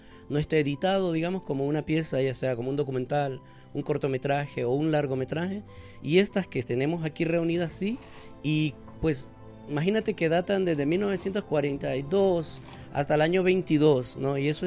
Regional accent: Honduras

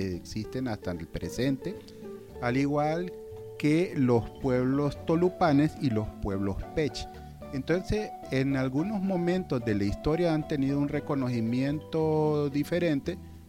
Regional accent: Honduras

